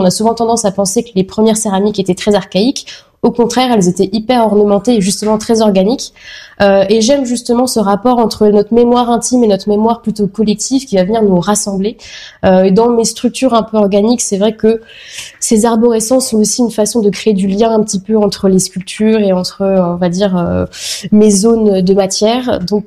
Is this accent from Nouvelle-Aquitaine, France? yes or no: no; Coulommiers, Île-de-France, France; Donc, je reviens dans ma région natale, à Coulommiers.